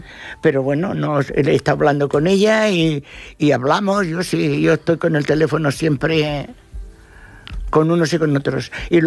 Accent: Fuenlabrada, Castilla-La Mancha, Spain; born there; imagínate, yo nací en Fuenlabrada de la provincia de Albacete.

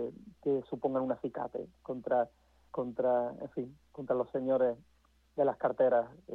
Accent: Huétor Tájar, Andalusia, Spain; de mi pueblo, de Huetortaja, que como sabes yo soy de allí

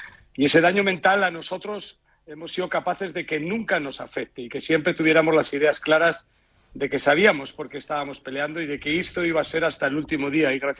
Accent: Castile, Spain; piensa que soy castellano y entonces creo que al final siempre es más fácil sentir un poco pues este tipo de equipos que están en tu comunidad, ¿no?

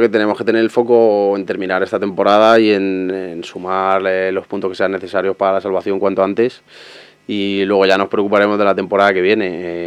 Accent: Madrid, Community of Madrid, Spain; Yo soy de aquí de Madrid

